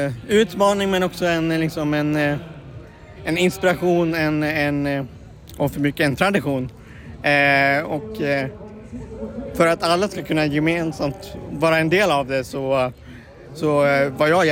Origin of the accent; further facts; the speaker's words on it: Borlänge, Dalarna County, Sweden; moved away; Även om jag nu mera inte bor i Borlänge, men jag är uppvuxen i Borlänge